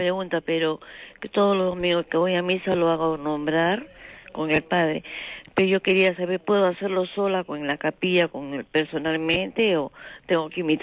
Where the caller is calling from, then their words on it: Callao, Peru; Aló, la Gloria, el Callao.